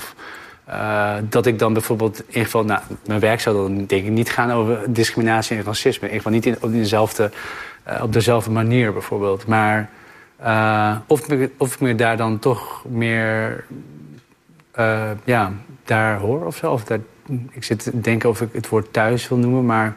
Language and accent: Dutch; North Brabant, Netherlands; also born or lived in Middelburg; ik ben geboren in Middelburg, weet je wel, opgegroeid in Brabant.